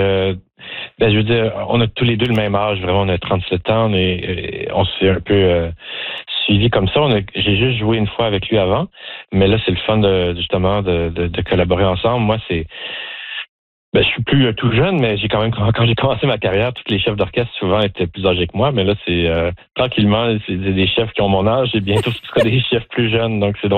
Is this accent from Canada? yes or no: yes; Joliette, Quebec, Canada; Moi, j'ai grandi à Joliette au Québec, petite ville francophone à une heure de Montréal.